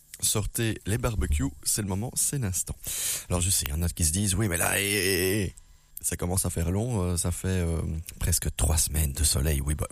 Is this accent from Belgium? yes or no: yes; Belgium; D'ailleurs, je suis belge, mais dans mon cœur, je suis espagnol, moi.